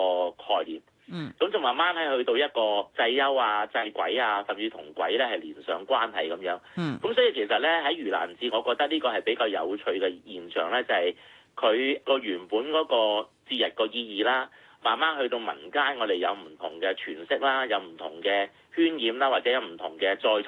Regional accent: Hong Kong; 我哋香港人

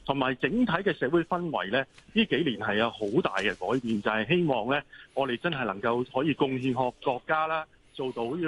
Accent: Hong Kong

